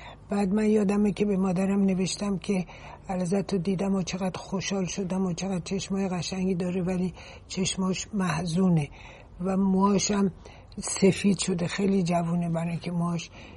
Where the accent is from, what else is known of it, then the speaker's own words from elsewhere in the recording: Iran; moved away; من که گفتم ما ایرانی هستیم